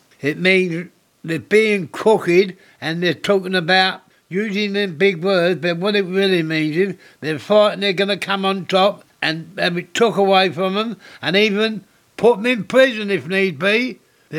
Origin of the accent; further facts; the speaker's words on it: Deptford, London, United Kingdom; born there; I was born in Deptford 81 years ago. Yes, we lived in a house where the walls were so thin, we used to have to tip our bread in next door's gravy.